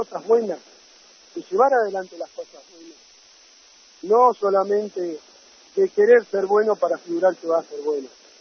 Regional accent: Argentina; born there; Nosotros somos totalmente argentinos, vamos a ser de por vida argentinos, porque nacimos en nuestra tierra, pero tenemos nuestra cultura

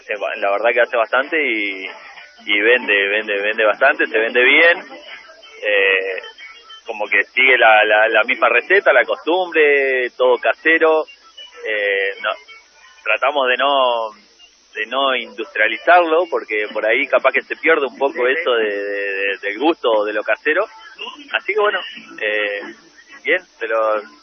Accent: Belisle, Río Negro, Argentina; la carneada de Belisle, es mi pueblo

